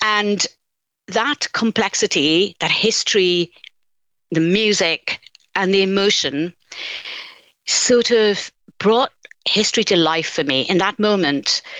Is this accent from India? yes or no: yes; India; I grew up in India, and this is a history that resonates deeply for me.